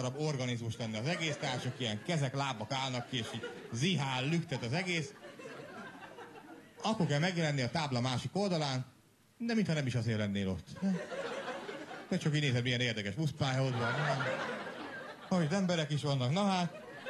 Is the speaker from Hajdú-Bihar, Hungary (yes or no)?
no; Szentes, Csongrád-Csanád, Hungary; born there; moved away; Szentesiek vagyunk, mert nem vagyunk budapestiek. El szoktam mondani ez, amire Budapesten azt mondják, hogy vidéki, ott meg az, hogy nem vagyok budapesti